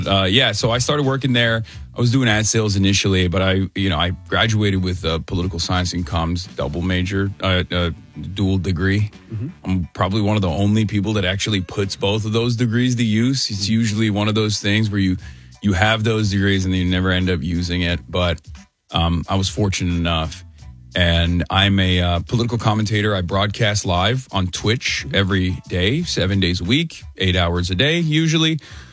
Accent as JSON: {"language": "English", "country": "Turkey", "tie": "born or raised there", "also_born_or_lived": "New Jersey, United States", "moved": "as an adult", "lives_now": "United States", "said": "Well, not raised in New Jersey, but born in New Jersey, went back to Turkey, grew up in Turkey, and then came back for college."}